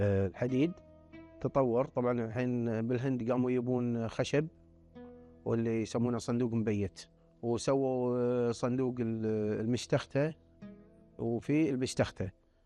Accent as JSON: {"language": "Arabic", "country": "Kuwait", "said": "هنا عندنا بالكويت"}